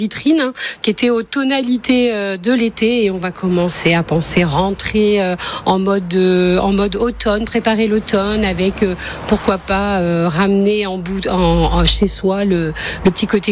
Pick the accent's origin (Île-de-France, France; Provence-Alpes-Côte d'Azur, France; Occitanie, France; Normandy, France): Normandy, France; moved away as an adult; now in Ernée, France; je suis pas mayonnaise, moi je suis normande.